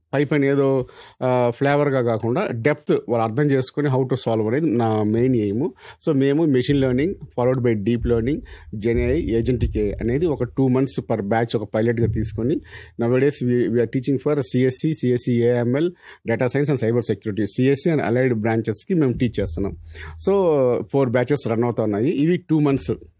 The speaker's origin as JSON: {"language": "Telugu", "town": "Renigunta", "region": "Andhra Pradesh", "country": "India", "tie": "born or raised there", "said": "Sure sir, మాది Renigunta. So Born and brought up in Renigunta"}